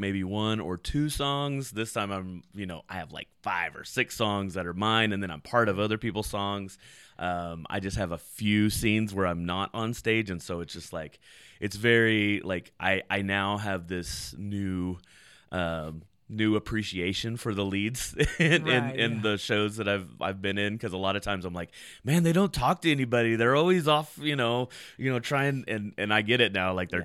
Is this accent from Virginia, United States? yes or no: no; Bryan, Texas, United States; born there; So yes, I am from Bryan College Station. My family moved here when I was like 8.